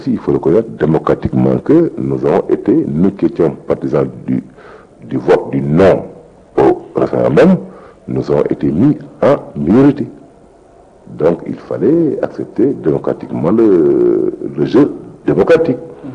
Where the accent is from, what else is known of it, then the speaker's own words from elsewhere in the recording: Rufisque, Dakar, Senegal; à Rufisq, dans ma ville natale.